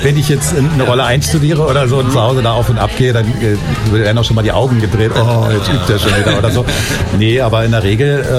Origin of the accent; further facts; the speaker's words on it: Frankfurt, Brandenburg, Germany; Und wir sagen dann Frankfurt oder.